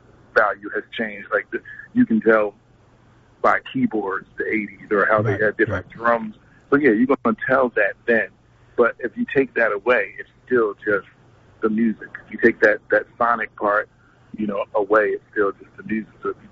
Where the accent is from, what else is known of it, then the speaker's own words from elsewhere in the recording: Philadelphia, Pennsylvania, United States; You know, one of the things about growing up in Philly that I really enjoyed was jazz education.